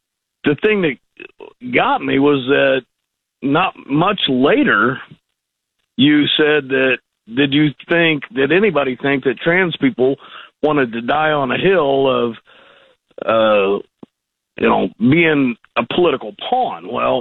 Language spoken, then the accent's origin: English; St. Louis, Missouri, United States; now in Raleigh, United States; I was raised in St. Louis. It's not the biggest city in the nation. And I still go there quite often. I've never seen anybody beaten up for doing that. Right now, I reside in Raleigh.